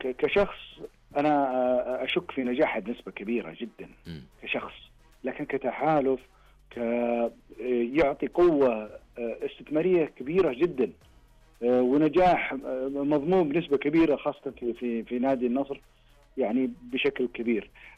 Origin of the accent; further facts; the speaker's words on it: Saudi Arabia; بالنسبة لي كسعوديين